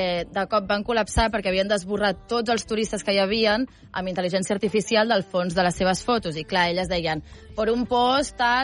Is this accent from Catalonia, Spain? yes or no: yes; Celrà, Catalonia, Spain; Jo sóc de Celrà, d'un poble del Baix Empordà